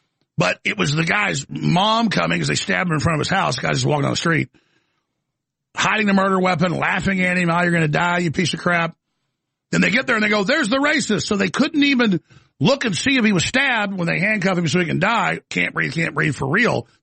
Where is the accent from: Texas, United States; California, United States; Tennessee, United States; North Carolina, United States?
Texas, United States; Dallas; I grew up in Dallas, Texas, around a lot of black people.